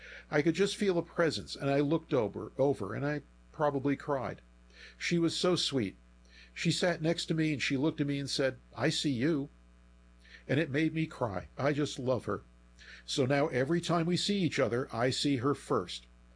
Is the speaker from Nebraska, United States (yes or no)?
no; Kansas City, Missouri, United States; I'm from the Kansas City area.